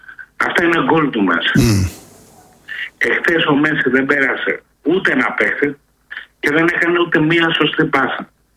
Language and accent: Greek; Argentina; Greek is a second language; Να πω κάτι, επειδή είμαι από Αργεντινή.